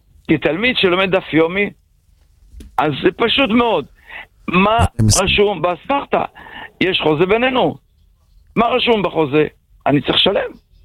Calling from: Beit Shemesh, Jerusalem District, Israel

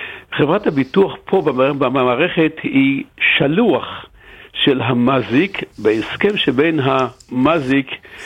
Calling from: Haifa, Haifa District, Israel

